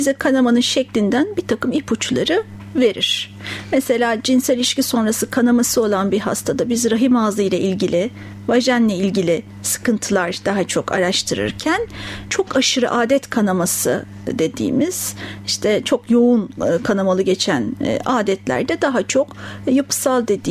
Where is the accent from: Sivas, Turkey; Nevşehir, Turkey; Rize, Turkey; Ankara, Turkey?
Ankara, Turkey; 1974 yılında Ankara'da doğdum. İlkokul ve ortaokulu Ankara'da. Yani hep Ankara'da kalmış bir kişiyim.